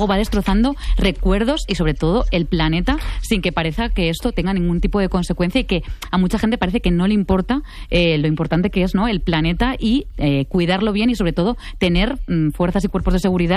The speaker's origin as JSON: {"language": "Spanish", "town": "Castellón", "region": "Valencian Community", "country": "Spain", "said": "Yo soy de Castellón y además acabamos de sufrir un terrible incendio en la Sierra de Espadá, que también está entre Castellón y Valencia."}